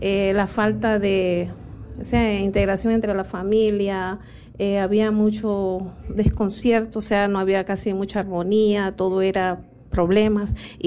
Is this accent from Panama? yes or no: yes; Alanje, Chiriquí, Panama